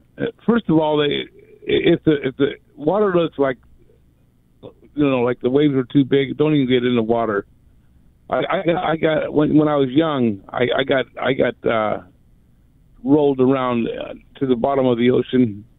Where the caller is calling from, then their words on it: Laguna Beach, California, United States; Yeah, this is Laguna Beach, dude.